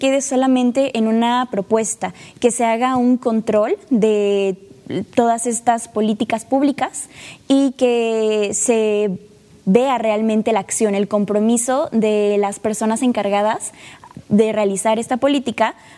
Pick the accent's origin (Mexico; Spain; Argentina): Mexico; Tantoyuca, Veracruz; Tantoyuca, mi pueblo, es muy diferente a la ciudad.